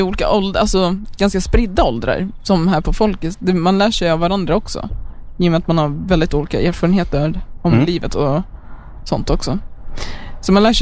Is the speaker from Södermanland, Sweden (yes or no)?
yes; Eskilstuna, Södermanland, Sweden; born or raised there